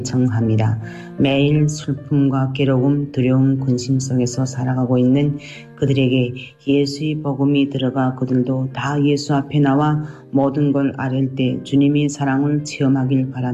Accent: Ryanggang, North Korea; born there; moved away; 저는 양강도에서 온

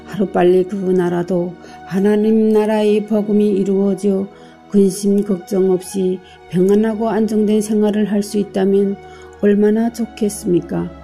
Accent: Ryanggang, North Korea; moved away; 저는 고향을 떠난 지 벌써 17년이라는 세월이 흘렀습니다.

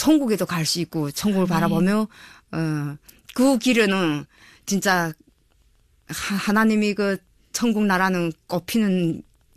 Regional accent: North Hamgyong, North Korea; 곳곳마다 우리 저희 고향에 교회를 세워서 그 교회가 하나님이 그 교회 안에서 우리 북한 사람들이 그 아직도 까막눈이 돼서 헤매고 있는 우리 고향 사람들이

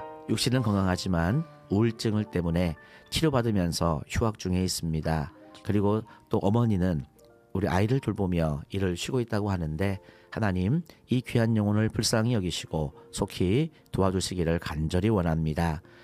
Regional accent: Jeju, South Korea; moved away; 제 고향이 제주도입니다.

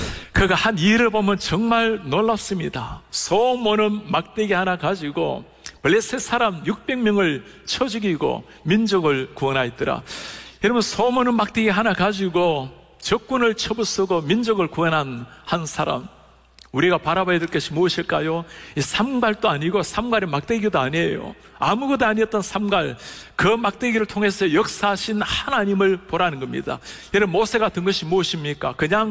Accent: Ulsan, South Korea; moved away; 울산과 경주 사이쯤 되는 농소라는 이름도 참 농사짓는 거 촌스럽죠, 그죠? 그 농촌이 제 시골 고향입니다.

